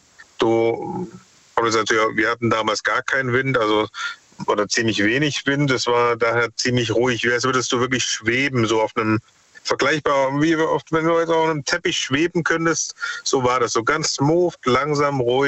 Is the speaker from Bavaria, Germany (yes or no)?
no; Dresden, Saxony, Germany; now in Stuttgart, Germany; Stuttgart geboren, Dresden groß geworden und jetzt seit 10 bis 15 Jahren wieder hier im Ländle, ne?